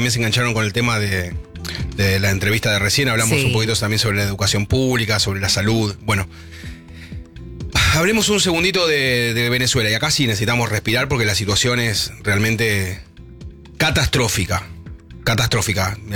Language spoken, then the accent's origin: Spanish; González Catán, Buenos Aires Province, Argentina; A mí me encanta el litoral, me encanta. Soy de Catán.